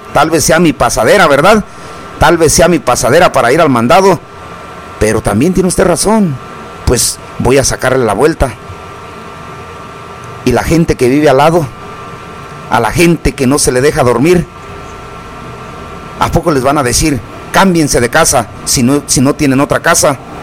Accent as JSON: {"language": "Spanish", "town": "Cherán", "region": "Michoacán", "country": "Mexico", "said": "Aquí vivimos en un pueblo. Es el pueblo de Cherán. No nos empecemos a comparar. Nosotros somos de Cherán."}